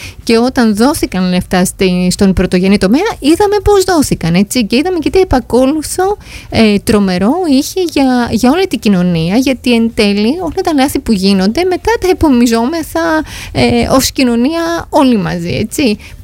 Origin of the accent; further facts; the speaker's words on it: Greece; σαν κάτοικος αυτού του νησιού, αλλά και σαν Ελληνίδα